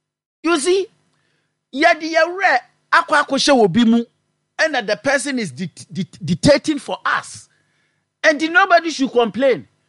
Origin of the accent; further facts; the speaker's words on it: Ghana; You are Ghanaian, I'm a Ghanaian.